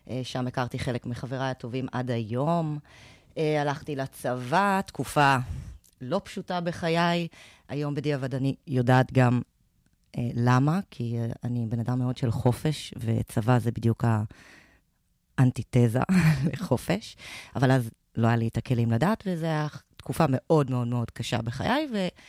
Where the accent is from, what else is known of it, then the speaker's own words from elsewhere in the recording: Hod HaSharon, Central District, Israel; born there; נולדתי בעוד השרון